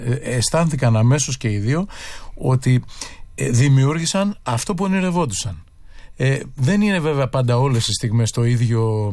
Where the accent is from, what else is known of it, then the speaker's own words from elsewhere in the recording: Kefalonia, Ionian Islands, Greece; Εγώ είμαι από την Κεφαλονιά, έτσι, και η μητέρα μου από την Ικαρία.